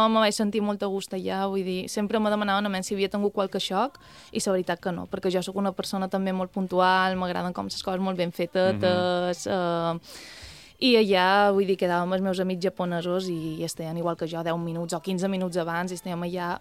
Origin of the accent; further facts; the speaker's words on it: Balearic Islands, Spain; jo li deia, bé, soc d'una illa d'Espanya, soc de Mallorca, i...